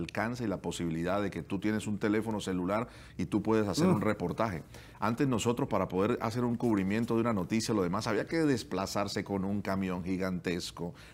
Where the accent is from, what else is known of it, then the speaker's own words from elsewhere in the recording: Colombia; En Colombia, soy de Colombia